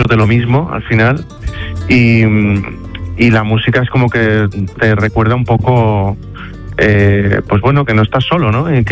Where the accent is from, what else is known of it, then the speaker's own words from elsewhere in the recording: Seville, Andalusia, Spain; now in Fuengirola, Spain; mañana a Fuengirola, que es mi casa, que tengo mucha ganas de volver a mi tierra, de volver a Sevilla